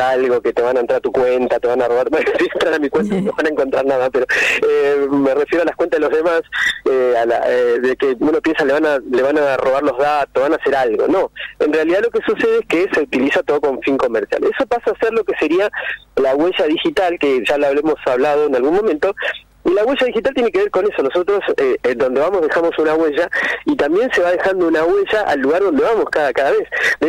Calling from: Villa Berthet, Chaco, Argentina; La provincia del Chaco, en un pueblo llamado Villa Bertet, pero ahora nos fuimos al campo

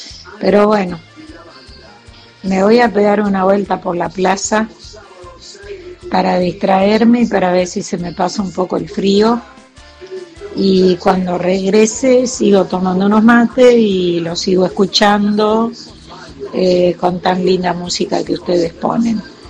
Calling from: San Luis, Argentina; de Capital.

